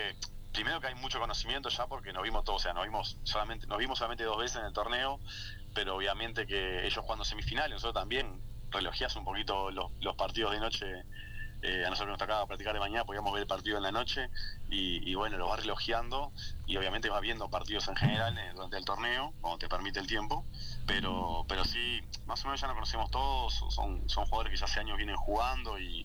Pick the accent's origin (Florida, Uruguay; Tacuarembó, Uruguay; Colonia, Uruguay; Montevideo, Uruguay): Montevideo, Uruguay; yo salí de Montevideo, también arranqué en Montevideo como entrenador